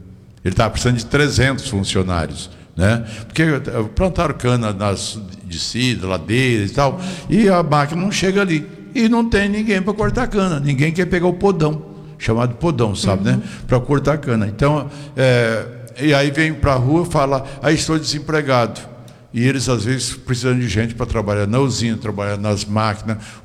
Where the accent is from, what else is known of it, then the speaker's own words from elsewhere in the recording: Brazil; born there; Eu agradeço a Deus todo dia porque nasci no Brasil.